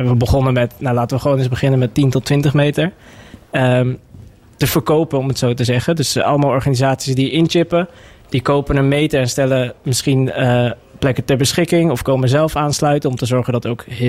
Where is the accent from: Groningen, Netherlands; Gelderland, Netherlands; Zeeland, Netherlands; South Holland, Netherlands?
Zeeland, Netherlands; 's-Gravenpolder; Toen we naar Nederland kwamen, ben ik in Schravenpolder opgegroeid.